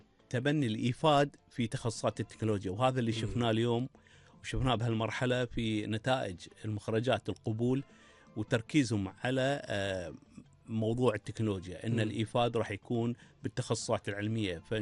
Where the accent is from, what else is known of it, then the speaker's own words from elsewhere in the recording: Kuwait; وهذا اليوم احنا كمواطنين كويتيين